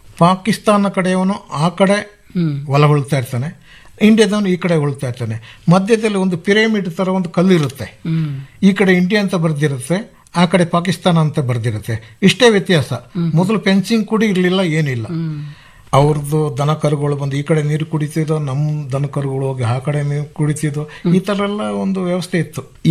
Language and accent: Kannada; Karnataka, India; ಮತ್ತೆ ನಾವು ಮೂಲತಃ ಕೊಡಗಿನವರು, ಆದ್ರಿಂದ ನಾವು ಸ್ವಲ್ಪ ಹಾಕಿ ಆಟಗಾರರು